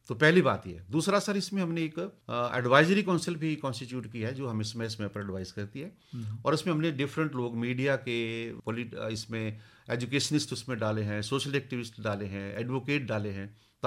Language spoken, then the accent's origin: Hindi; Ghumarwin, Himachal Pradesh, India; born there; now in Dharamshala, India; मैं घुमारवीं का रहने वाला हूँ, तो जहाँ पैदा हुए हैं वहाँ के साथ हमेशा आपकी अटैचमेंट तो रहती है।